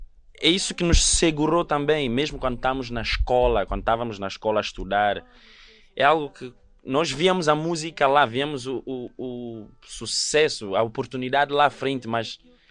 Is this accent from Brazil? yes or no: no; São Tomé & Príncipe; moved away; desde quando saímos de São Tomé